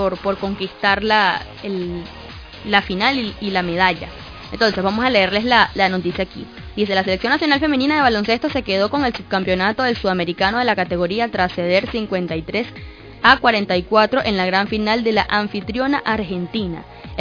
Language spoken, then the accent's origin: Spanish; Venezuela